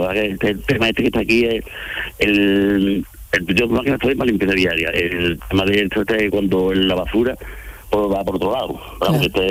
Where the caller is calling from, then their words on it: Arcos de la Frontera, Andalusia, Spain; Estoy aquí en Arco de la Frontera